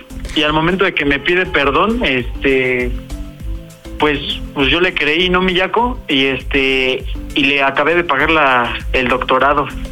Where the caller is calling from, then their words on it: Mexico City, Mexico; Tengo 28 años y somos de acá de Azcapotzalco, de la Ciudad de México